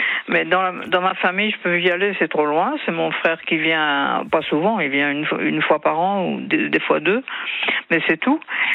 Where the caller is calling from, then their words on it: Bourgogne-Franche-Comté, France; J'habite en Franche-Comté, dans le pays de Montbéliard.